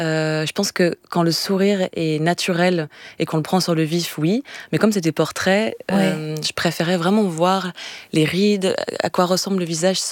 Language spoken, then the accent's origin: French; Germany; moved away; j'ai grandi en Allemagne